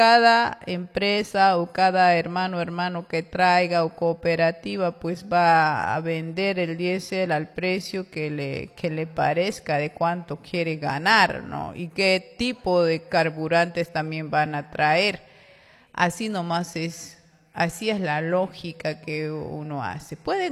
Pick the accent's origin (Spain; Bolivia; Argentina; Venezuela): Bolivia; ¿Cuáles son las próximas acciones que tenemos que tomar como bolivianos y bolivianas, ¿no?